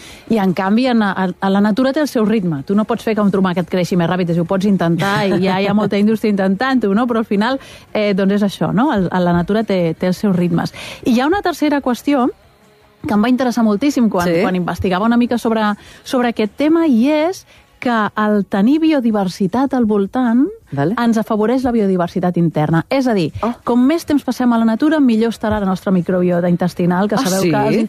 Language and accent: Catalan; Barcelona, Catalonia, Spain; És a dir, jo he crescut a Barcelona, no? I per tant, doncs, era de les famílies que quan podia marxàvem d'excursió al Montseny, no?